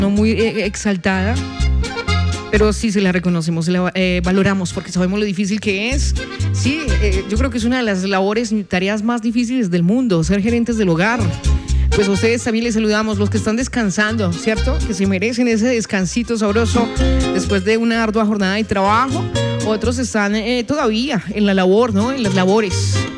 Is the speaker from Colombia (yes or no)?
yes; Colombia; Que como colombianos llevamos en las venas, ¿sí? En nuestra idiosincrasia.